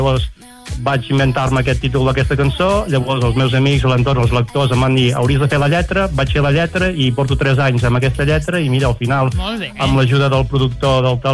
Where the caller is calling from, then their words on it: Banyoles, Catalonia, Spain; Jo sóc de Banyoles